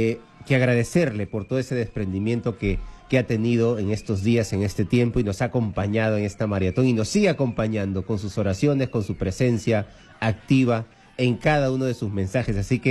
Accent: Ica, Peru; De Ica, eso, mi tierra

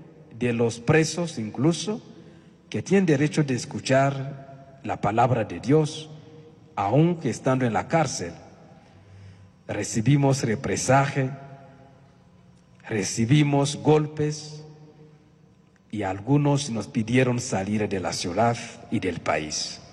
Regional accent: Bukavu, South Kivu, DR Congo; moved away; el arzobispo de Bukavu, de la arquidiócesis de donde yo vengo, la parte este del Congo.

